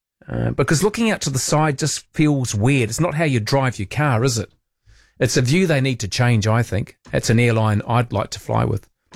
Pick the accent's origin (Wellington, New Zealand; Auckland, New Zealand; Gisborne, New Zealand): Wellington, New Zealand; also born or lived in Christchurch; we moved from Christchurch to Wellington. Yeah. I mean, I was born in Christchurch. I was very young then as well.